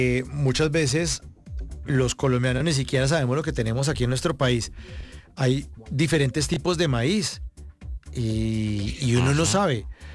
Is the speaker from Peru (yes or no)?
no; Bogotá, Colombia; Afortunadamente, como yo crecí en Bogotá, pues en Bogotá usted tiene la oportunidad de comer todo.